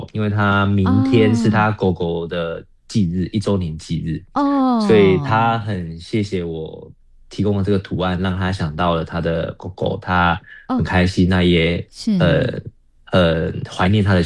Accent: Taiwan; 我代表台湾，那我们来自这块土地

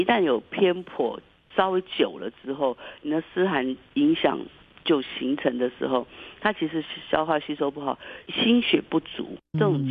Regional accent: southern Taiwan, Taiwan; 我在眷村长大

